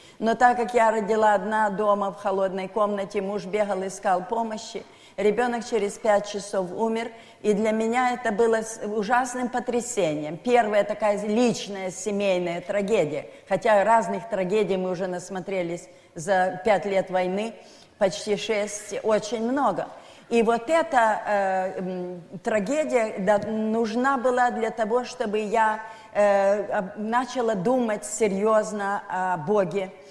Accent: Donetsk, Donetsk Oblast, Ukraine; в детстве, хотя в тех условиях довоенных, у нас в Донецке, я родилась в Донецке, мой отец был горный инженер

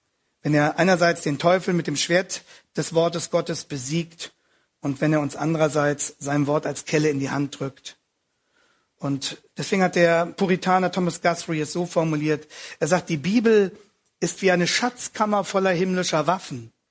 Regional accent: Germany; Wir als Deutsche freuen uns vielleicht weniger drüber

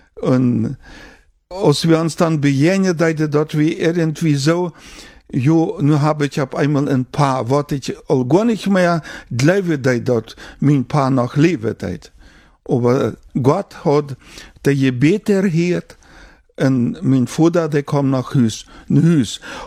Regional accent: Almaty, Kazakhstan; German is a second language; now in Germany; Also wir kommen nur Deutschland von Kasachstan, dort ist Alma-Ata. Da haben wir die letzten Jahre gelebt und von dort kommen wir auch nur Deutschland.

